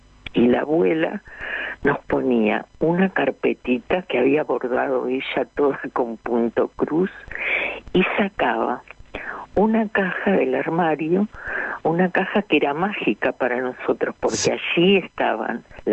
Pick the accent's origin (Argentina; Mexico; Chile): Argentina; Mar del Plata, Buenos Aires Province; el recuerdo es la infancia en Mar del Plata.